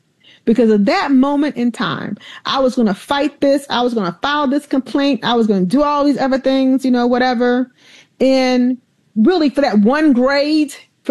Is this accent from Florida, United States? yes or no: no; Alabama, United States; So when I was a little girl, like they say, growing up in the South in Alabama, my grandfather built our home that we had from bricks and old houses that had been torn down.